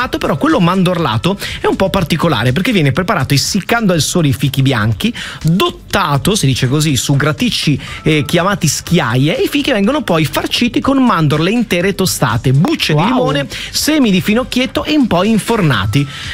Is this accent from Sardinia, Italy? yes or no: no; Veneto, Italy; io da Veneto